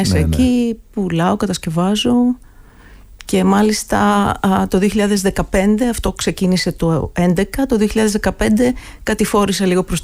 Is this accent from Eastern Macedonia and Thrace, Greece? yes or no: no; Thessaloniki, Central Macedonia, Greece; born there; moved away as an adult; also born or lived in Paleochora, Chalkidiki / Samos; now in Athens, Greece; Ζούσα στη Θεσσαλονίκη, βέβαια κάθε δεύτερο Σαββατοκύριακο όταν ήμουν παιδάκι πηγαίναμε με την οικογένειά μου στο χωριό μου, στην παλαιόχωρα Χαλκιδικής.